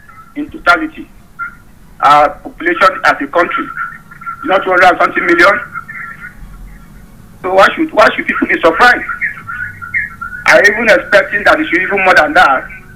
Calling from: Jos, Plateau, Nigeria; I'm calling from Jos Plateau, Nigeria.

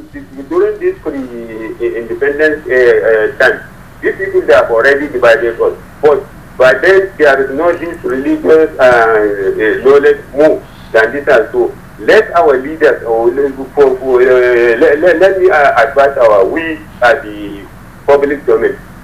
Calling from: Lagos, Nigeria; I'm calling you from Lagos.

